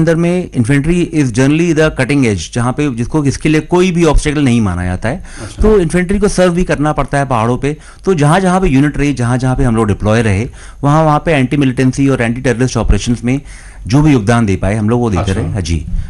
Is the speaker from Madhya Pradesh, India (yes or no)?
no; Lucknow, Uttar Pradesh, India; जी मैं मूलतः लखनऊ का रहने वाला हूं and I come from academically oriented family